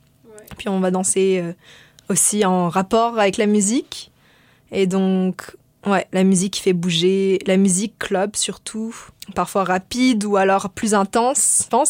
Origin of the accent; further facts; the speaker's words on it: Madagascar; Donc, bien sûr, de la musique africaine, vu que je viens d'Afrique, mais aussi de la musique indienne.